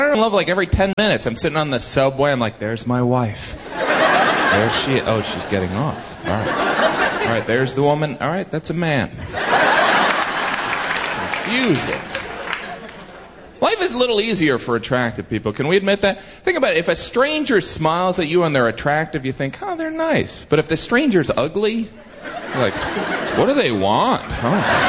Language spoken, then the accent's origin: English; Indiana, United States; There's a different kind of pride where I'm from, you know? It's not like, "We're from New York, we're tough," or "We're from Texas, we like things big." It's more like, "We're from Indiana, and we're going to move."